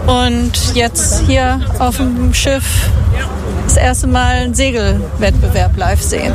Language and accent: German; Minden, North Rhine-Westphalia, Germany; als gebürtige Mindnerin